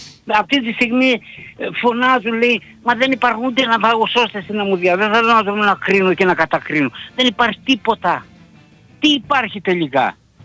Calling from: Skiathos, Thessaly, Greece; Εγώ σαν τόπιο στοιχείο και σαν Σκιαθίδης, όπως και εσύ, αισθάνομαι ότι είμαι ξένος στον τόπο μου, ξένος εντελώς.

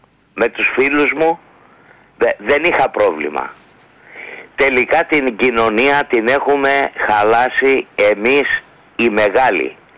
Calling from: Ilion, Attica, Greece; είμαι από Ήλιο.

